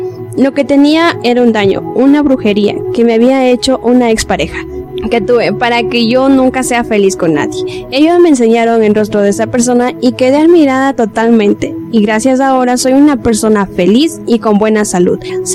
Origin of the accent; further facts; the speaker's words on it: Guamote, Chimborazo, Ecuador; Tengo 25 años, soy del Cantón Guamote